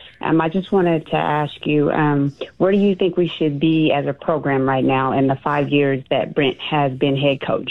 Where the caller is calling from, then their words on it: Guthrie, Oklahoma, United States; from Guthrie, first time caller.